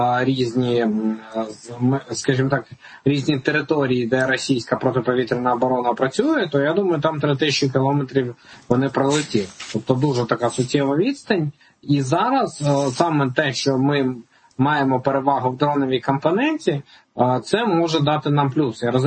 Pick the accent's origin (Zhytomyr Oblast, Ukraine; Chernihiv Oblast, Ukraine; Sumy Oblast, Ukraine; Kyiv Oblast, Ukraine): Kyiv Oblast, Ukraine; Yahotyn; now in Kyiv, Ukraine; в моєму рідному Яготині, в Київській області